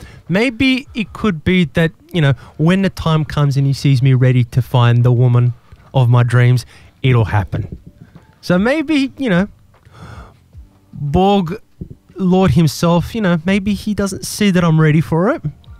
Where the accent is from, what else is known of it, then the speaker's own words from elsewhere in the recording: Australia; born there; I am born in Australia, but I am still a Croatian